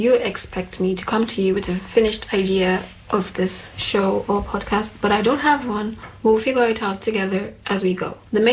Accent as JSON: {"language": "English", "country": "Nigeria", "tie": "born or raised there", "also_born_or_lived": "Greece", "accent": "Nigerian", "moved": "as an adult", "said": "Okay, so I'm from Nigeria. I lived in Nigeria up until I was 18 years old, and then I moved to Greece. I lived in Greece for about 4 years"}